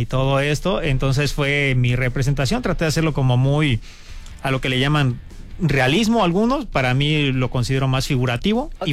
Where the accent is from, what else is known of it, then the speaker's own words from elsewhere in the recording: Coyuquilla Norte, Guerrero, Mexico; mi pueblo, Coyuquilla Norte, un pueblo hermosísimo en la Costa Grande, aquí del estado de Guerrero, perteneciente al municipio de Petotlán